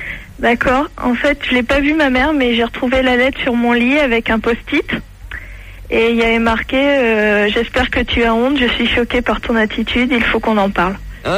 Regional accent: Cannes, Provence-Alpes-Côte d'Azur, France; Bah, Cannes, je t'ai déjà vu d'ailleurs.

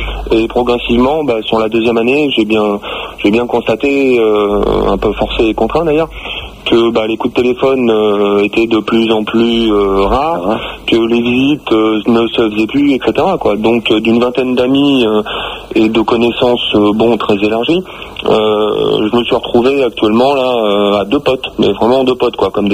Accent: Chelles, Île-de-France, France; Moi je suis de Chelles, donc c'est n'est pas.

